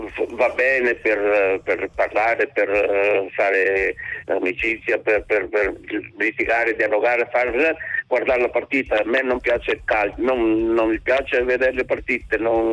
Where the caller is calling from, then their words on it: Mogorella, Sardinia, Italy; Il mio paese è uno dei più bei paesini di questa zona. Abbiamo una posizione ideale, il sole tutto il giorno, degli alberi, dei tramonti inimmaginabili.